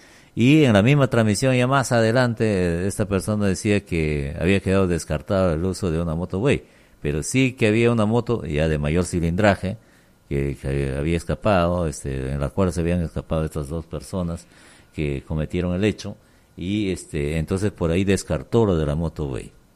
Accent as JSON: {"language": "Spanish", "country": "Peru"}